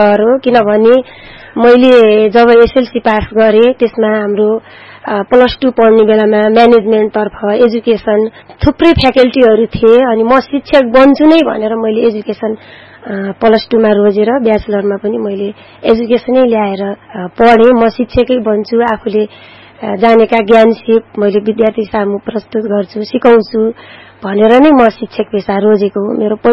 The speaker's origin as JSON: {"language": "Nepali", "region": "Lumbini Province", "country": "Nepal", "tie": "born or raised there", "said": "मेरो माइती प्युठान जिल्लामा पर्छ, रन्दी अहिलेको मान्डवी गाउँपालिका 5 तिग्रामा पर्छ, र मेरो बाल्यकाल भनौँ भने मेरो 7 कक्षासम्म पढ्दा त मेरो एकदम राम्रो नै भयो"}